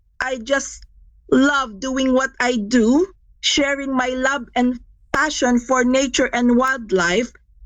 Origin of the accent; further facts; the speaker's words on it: Philippines; now in Cornwall, United Kingdom; So I come from the Philippines. So I moved here in 2009 and I go walking, bird watching, butterfly watching, rock pooling and beach cleaning as much as I can.